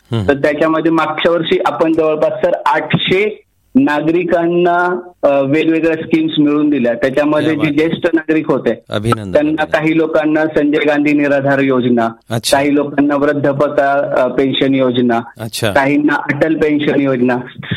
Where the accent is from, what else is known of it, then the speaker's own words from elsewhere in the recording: Sangvi Patan, Maharashtra, India; moved away; मी मूळचा सांगवी पाटण, तालुका आष्टी, जिल्हा बीड, मराठवाड्यातलं अतिशय छोटस गाव, दोन नदीच्या संगमावरती असणार भैरवनाथ महाराजांचं हे तीर्थक्षेत्र आहे.